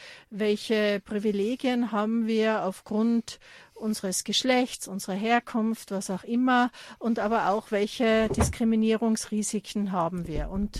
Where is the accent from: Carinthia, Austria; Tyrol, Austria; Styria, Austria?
Tyrol, Austria; also born or lived in Germany; weil ich bin ja auch Migrantin. Ich bin in Deutschland geboren, mhm, und dann als Kind nach Tirol gekommen.